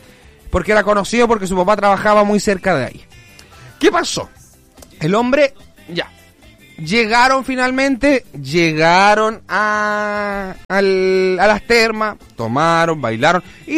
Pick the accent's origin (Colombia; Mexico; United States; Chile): Chile; lo voy a contar como chileno